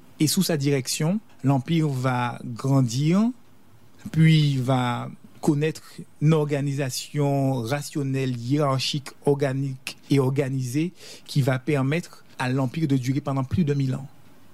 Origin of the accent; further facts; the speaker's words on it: France; nous en tant que Français